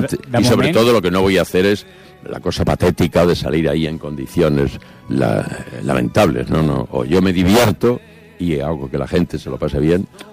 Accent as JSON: {"language": "Spanish", "town": "Chinchón", "region": "Community of Madrid", "country": "Spain", "tie": "born or raised there", "said": "dentro de unos días cumplo 89 años. Y debo decir que el crío de Chinchón"}